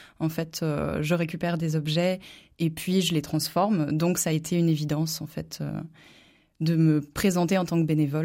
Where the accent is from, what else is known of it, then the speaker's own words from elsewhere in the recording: Brittany, France; now in Charente, France; Avant, donc moi je suis bretonne, donc il y a eu cette partie-là.